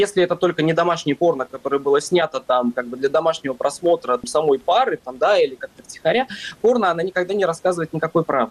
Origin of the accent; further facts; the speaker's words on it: Russia; now in Germany; Я уехал из России 3 января этого г